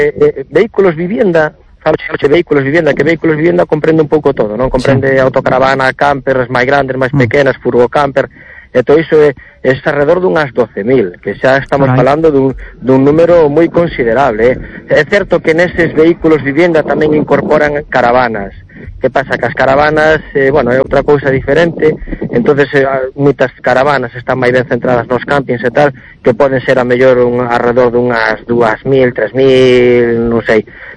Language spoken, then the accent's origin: Galician; Redondela, Galicia, Spain; Eu son de Redondela